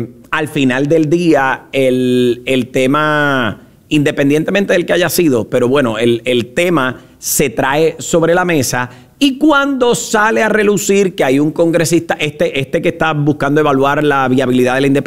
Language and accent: Spanish; Puerto Rico; lo que es nuestra ciudadanía americana como puertorriqueños que somos ciudadanos americanos